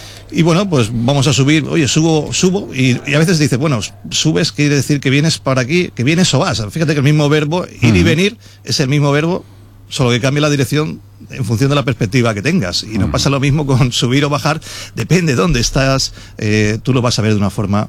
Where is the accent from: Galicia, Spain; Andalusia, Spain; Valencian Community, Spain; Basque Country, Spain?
Valencian Community, Spain; somos de las últimas zonas donde se habla valenciano, ya un poquito más abajo, ya pasando Crevillente, pues el valenciano apenas...